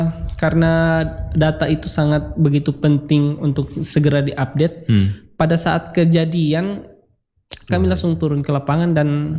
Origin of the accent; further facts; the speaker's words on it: Ampana, Central Sulawesi, Indonesia; born there; moved away as an adult; now in Palu, Indonesia; Kalau saya lahir di Ampana.